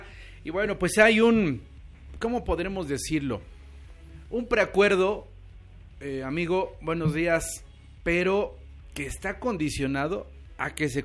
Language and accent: Spanish; Mexico; somos mexicanos.